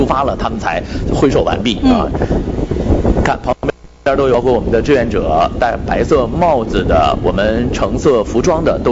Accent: Yingkou, Liaoning, China; born or raised there

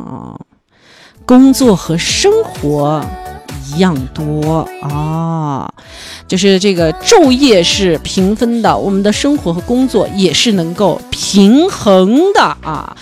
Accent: Xinjiang, China; 我们新疆人的热情

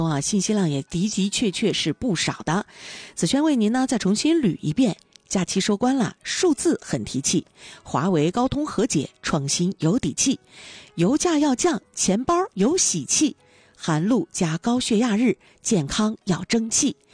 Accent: Dalian, Liaoning, China; 这个季节咱们大连人讲究春捂秋冻

